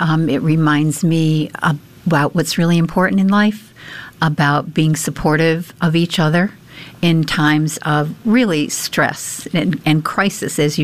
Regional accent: Ireland; Well, I think, first of all, I'm Irish, and, you know, we're connected in so many ways, mind, body, and soul.

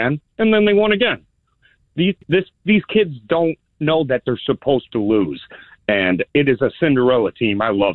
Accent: Villa Park, Illinois, United States; born there; I bleed Cubby Blue from Villa Park. Villa Park Cubs were my first Little League team.

